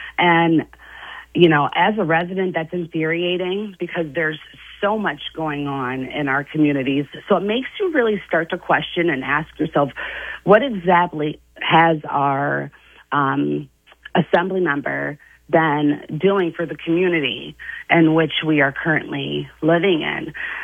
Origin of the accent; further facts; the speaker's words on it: Fairport, New York, United States; So I grew up in Fairport. I am a graduate of Fairport High School, so I am very familiar with the area.